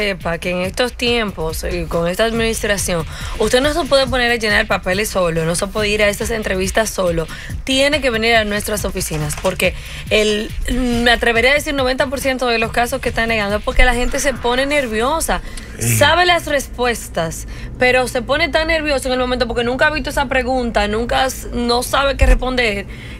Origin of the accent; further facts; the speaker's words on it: United States; yo soy gringa